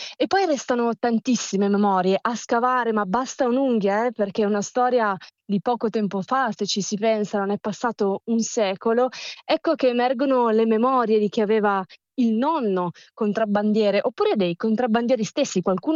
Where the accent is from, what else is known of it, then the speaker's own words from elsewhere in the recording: Piedmont, Italy; E c'è un sentiero nascosto dalle mie parti, in particolare in Valle Gesso, nel Parco Naturale delle Alpi Marittime, a monte di San Giacomo di Entracque, che è un posticino piccolo così.